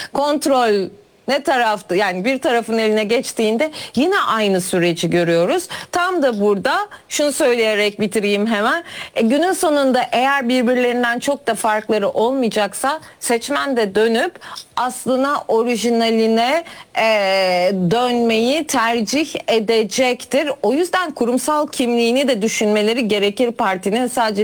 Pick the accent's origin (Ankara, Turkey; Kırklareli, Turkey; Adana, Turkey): Kırklareli, Turkey; Lüleburgaz; Ben memleketim Lüleburgaz'dan biliyorum.